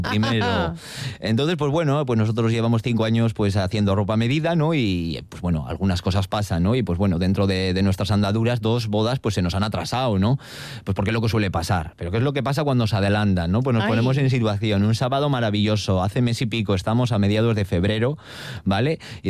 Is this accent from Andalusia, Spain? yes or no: no; Bilbao, Basque Country, Spain; como los de Bilbao, que podemos ser de cualquier lugar